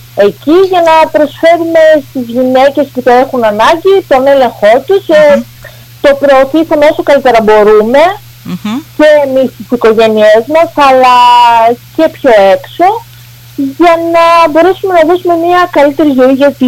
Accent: Heraklion, Crete, Greece; εγώ ουσιαστικά είμαι γεννημένη και μεγαλωμένη στο Ηράκλειο της Κρήτης

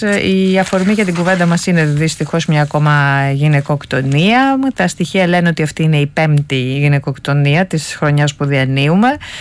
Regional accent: Greece; εμείς ως Έλληνες

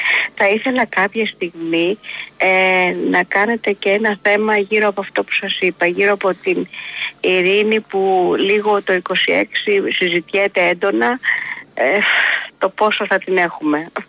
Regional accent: Argyroupoli, Attica, Greece; moved away as an adult; also born or lived in Nafpaktos; Το πατρικό μου σπίτι είναι στην Αργυρούπολη. Γιατί εκεί το έκανε ο μπαμπάς μου. Δεν είμαι από Αργυρούπολη, αλλά εκεί μεγάλωσα από παιδάκι.

